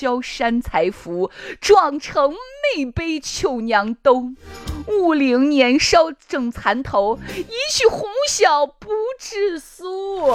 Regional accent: Shaanxi, China; 其实琵琶行用我们陕西方言读其实更好玩

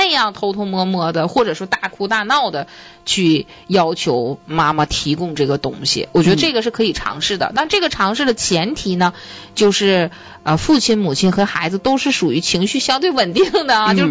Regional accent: Northeast China, China; 我们东北话叫耍驴是吧

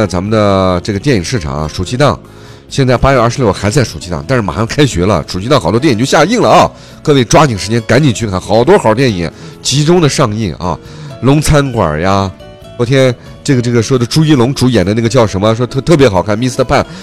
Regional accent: Xinjiang, China

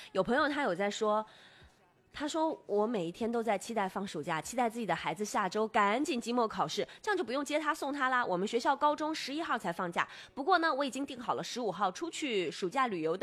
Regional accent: Inner Mongolia, China; moved away; 根据我个人对于我故乡的了解，

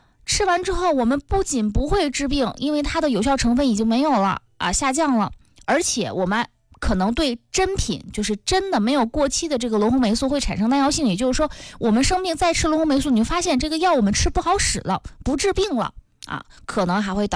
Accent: Northeast China, China; accent: Northeastern dialect; 用我们东北话说，这药物好像飞了啊

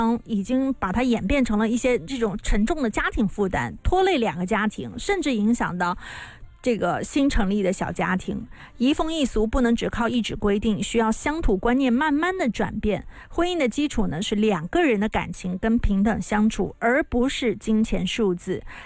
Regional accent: Jiangxi, China; 你哪里人？我说我是江西人。

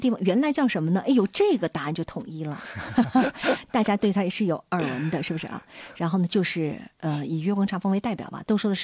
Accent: Dalian, Liaoning, China; 守护好家乡大连的历史和荣光

